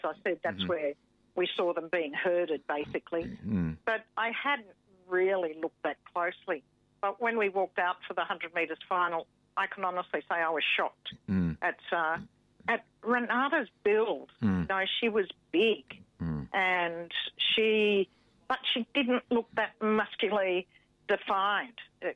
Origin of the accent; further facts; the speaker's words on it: Australia; But I am an Australian